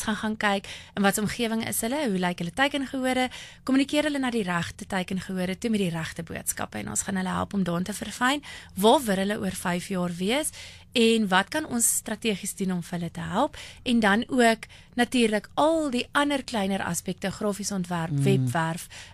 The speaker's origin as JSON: {"language": "Afrikaans", "town": "Pretoria", "region": "Gauteng", "country": "South Africa", "said": "ek is nou van Pretoria"}